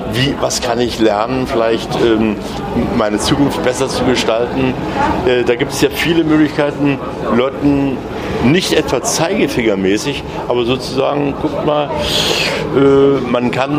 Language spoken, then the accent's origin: German; Dessau, Saxony-Anhalt, Germany; born or raised there; moved away